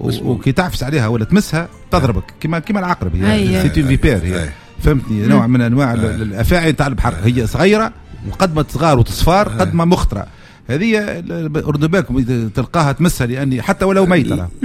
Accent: Tunisia; الحريقه اللي عندنا في تونس

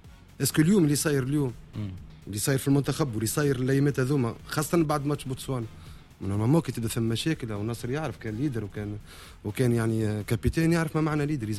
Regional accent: Tunisia; انا كتونسي مانيش صاحب القرار،

